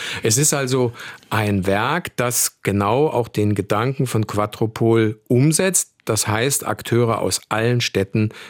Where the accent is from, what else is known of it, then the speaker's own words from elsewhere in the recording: Saarbrücken, Saarland, Germany; wir sollten darauf als Saarländer und Saarbrücker eben stolz sein